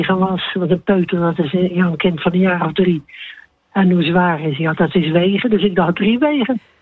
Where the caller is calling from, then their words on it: Tholen, Zeeland, Netherlands; Ik bel niet vanuit Tolen, maar ik kom wel uit Tolen, maar ik bel vanuit Westerschouw.